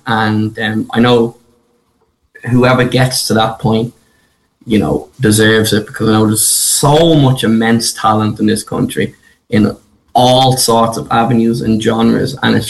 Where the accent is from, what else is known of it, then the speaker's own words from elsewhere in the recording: Dublin, Leinster, Ireland; also born or lived in Finglas; I was born and raised in a place in North Dublin called Cabra. And most of my family are from Finglas, so I spent a lot of my upbringings around there. So, yeah, that's kind of my old stomping ground.